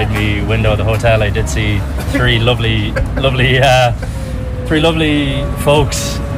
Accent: Meath, Leinster, Ireland; also born or lived in Cork; now in Dublin, Ireland; I'm not from Cork, no. I'm from Meath originally, and I live in Dublin. So I'm here for work. I think I lived in Cork 5 years ago

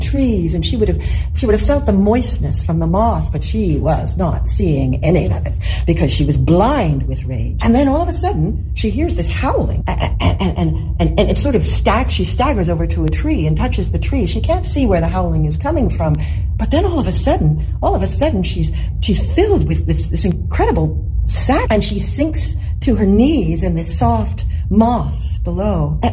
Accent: British Columbia, Canada; I'm from Vancouver Island, Canada.

